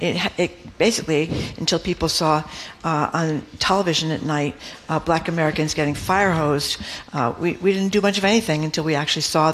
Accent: Ireland; I remembered her name because I'm Irish and because her name is similar to mine.

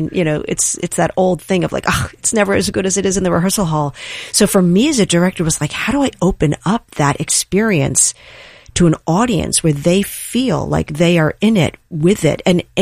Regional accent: New York, United States; And I grew up in New York in the 70s.

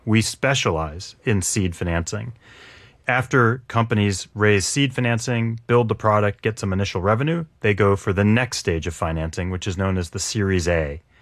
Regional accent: Lexington, United States; Aaron and I grew up together. Little known secret. Yes, we're both from Lexington. We're both graduates of Lexington High School.

